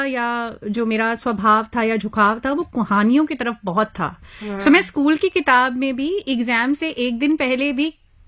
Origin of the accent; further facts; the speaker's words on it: Delhi, India; मैं दिल्ली में ही पली बड़ी, सरोजनी नगर में ही पैदा हुई, आंख खुली, मेरी शादी भी वहीं से हुई